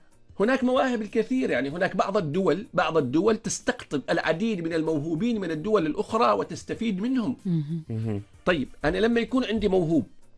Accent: Oman; عندنا في عمان الآن جهود تبذل.

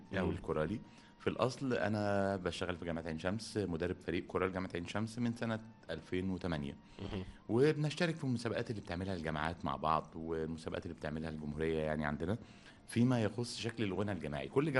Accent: Egypt; المغنيين اللي احنا تربينا عليهم في مصر

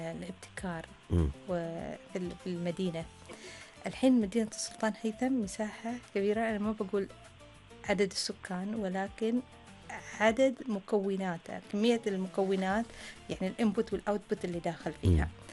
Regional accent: Oman; وأنا عمانية أصيلة

